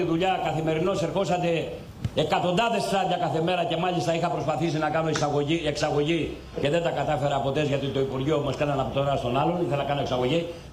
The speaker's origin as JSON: {"language": "Greek", "country": "Greece", "said": "Είμαι Έλληνας"}